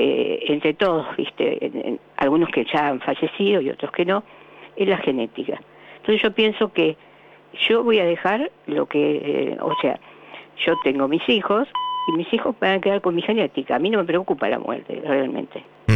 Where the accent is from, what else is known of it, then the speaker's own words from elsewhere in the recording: Buenos Aires, Argentina; De Cava, capital, Belgrano.